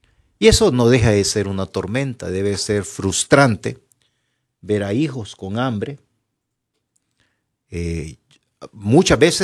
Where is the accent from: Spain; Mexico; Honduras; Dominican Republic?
Honduras; La situación está difícil, la tormenta que pasamos nosotros como hondureños.